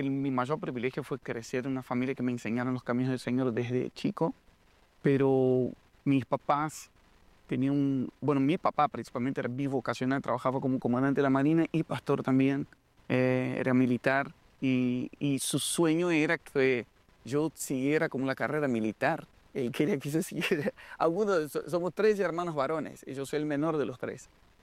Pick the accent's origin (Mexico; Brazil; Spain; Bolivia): Brazil; Rio de Janeiro; first language Portuguese; Spanish is a second language; moved away as an adult; now in Argentina; Y fue a los 18 años que yo tomé la decisión de venir a Argentina. Crecí en Río de Janeiro, Brasil